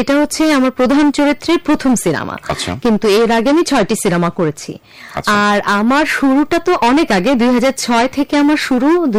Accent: Jamalpur, Mymensingh Division, Bangladesh; moved away as an adult; also born or lived in Bakshiganj, Jamalpur District; now in Dhaka, Bangladesh; কিন্তু আমার পুরোটাই বেড়ে ওঠা জামালপুর শহরে। জামালপুরেই আমি পড়াশোনা করেছি, এসএসসি, এইচএসসি ওখানেও। পরবর্তীতে আমি জাহাঙ্গীরনগর ইউনিভার্সিটিতে এসে ভর্তি হই, ঢাকাতে চলে আসি।

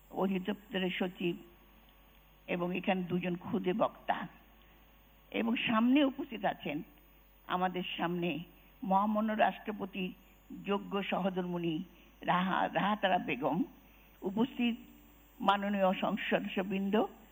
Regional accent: Bangladesh

